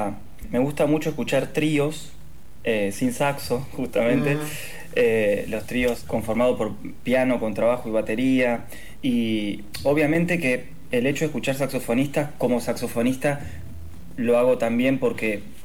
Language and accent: Spanish; Neuquén, Argentina; now in Buenos Aires, Argentina; que es el barrio que cuando yo llegué de Neuquén, de donde vengo, viví prácticamente siempre ahí